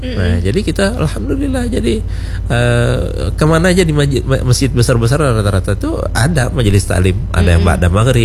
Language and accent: Indonesian; Banjar, South Kalimantan, Indonesia; Kita orang Banjar mulai zaman dulu ada.